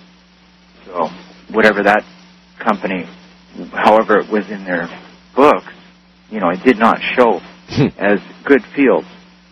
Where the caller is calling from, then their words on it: Canada; I'm calling from Canada.